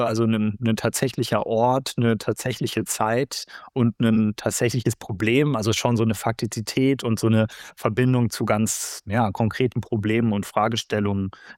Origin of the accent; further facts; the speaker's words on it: Erfurt, Thuringia, Germany; also born or lived in Munich; Ich bin zeitweise in Erfurt aufgewachsen, dann wieder in München, habe später dann wieder in Leipzig studiert, also war immer zwischen beiden Kontexten.